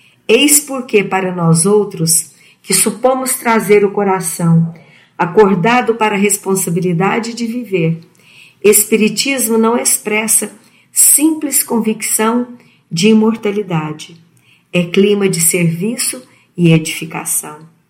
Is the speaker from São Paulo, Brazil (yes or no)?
no; Uberlândia, Minas Gerais, Brazil